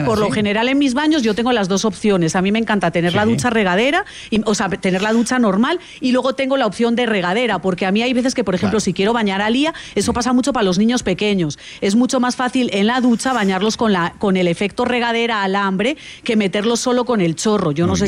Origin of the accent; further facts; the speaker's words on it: Spain; Pero, colega, yo, la verdad, yo no quiero deciros que yo que soy española, a mí me parece que todo eso son cuentos chinos.